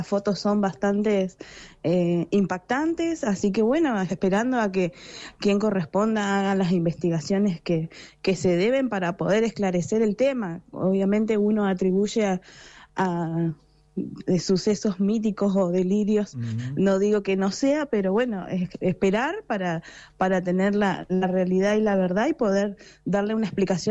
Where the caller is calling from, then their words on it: Río Mayo, Chubut, Argentina; yo soy de Río Mayo, una localidad muy alejada de lo que es el valle, incluso la cordillera, estamos bien al sudoeste, digo cordillera, me refiero al Lago Puelo, por ahí que son localidades un poco más mencionadas que las nuestras